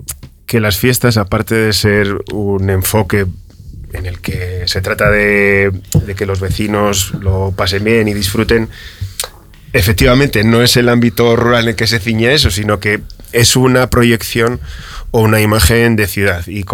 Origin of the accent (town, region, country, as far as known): Spain